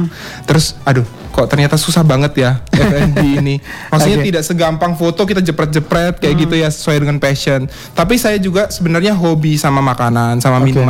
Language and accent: Indonesian; Maumere, East Nusa Tenggara, Indonesia; Saya lahir dan besar di Maumere.